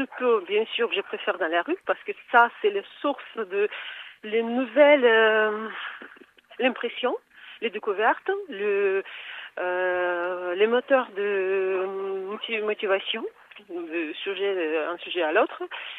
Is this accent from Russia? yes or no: yes; Samara, Samara Oblast, Russia; j'ai profité bien sûr de présenter ma ville natale, Samara. C'est une grande ville en Russie